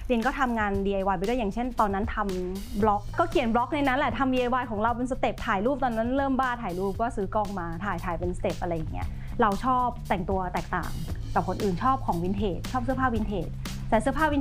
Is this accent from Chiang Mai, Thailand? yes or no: yes; Chiang Mai, Thailand; นี้ในเชียงใหม่ก็จะเป็นย่านวัดเกตนะคะก็เกิดและโตมาที่นี